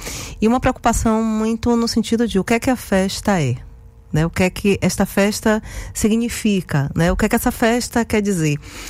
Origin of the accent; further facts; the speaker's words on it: Bahia, Brazil; eu sou do interior da Bahia, né?